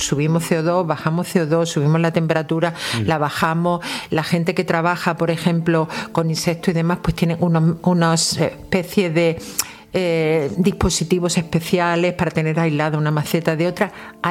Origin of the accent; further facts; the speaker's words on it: Melilla, Spain; now in Granada, Spain; yo soy de Melilla también y siempre en casa había muchas plantas suculentas.